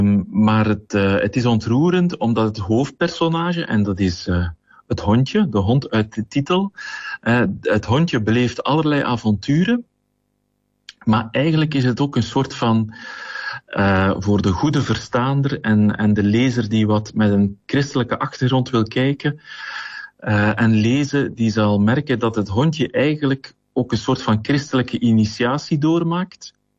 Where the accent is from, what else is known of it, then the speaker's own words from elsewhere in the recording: Kortrijk, Flanders, Belgium; Ik ben afkomstig uit Kortrijk, gehuwd. Vader van drie bijna volwassen zonen.